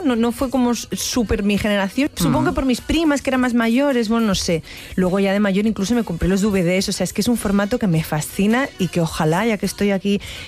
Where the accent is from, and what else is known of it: Canary Islands, Spain